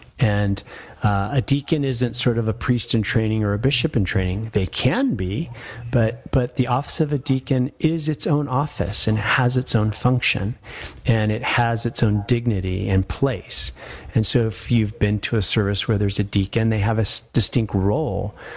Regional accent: Denver, Colorado, United States; the parish that I grew up in was in Denver

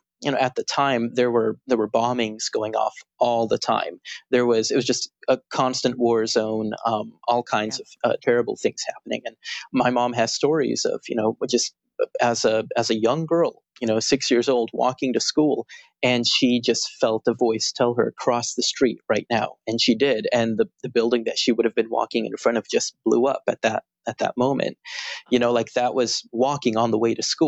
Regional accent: San Diego, California, United States; moved away as an adult; also born or lived in San Francisco / Orange County; now in Nashville, United States; I was born in San Francisco, and I spent most of my life in San Diego, California.

